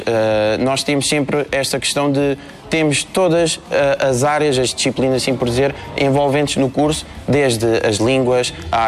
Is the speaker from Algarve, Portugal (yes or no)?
yes; Olhão, Algarve, Portugal; tenho 21 anos, sou de Olhão